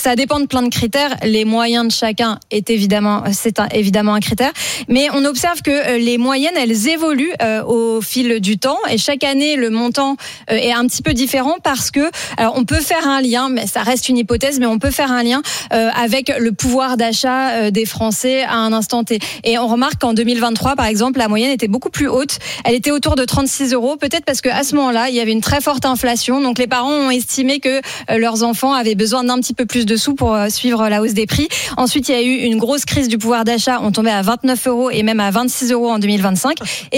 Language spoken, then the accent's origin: French; Normandy, France; je suis normande.